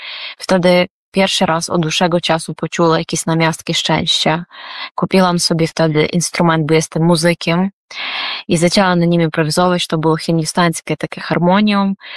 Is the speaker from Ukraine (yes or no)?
yes; Ukraine; Polish is a second language; now in Warsaw, Poland; Jako Ukrainka, obywatelka, też plastunka, czyli harcerka